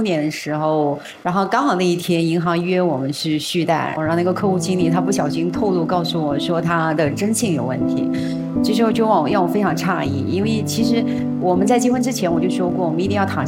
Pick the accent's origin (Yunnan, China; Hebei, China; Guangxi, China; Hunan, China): Hunan, China; now in Shenzhen, China; 我今年43岁，我是来自湖南，现居深圳，是一家服装公司的老板，也是一个品牌创始人。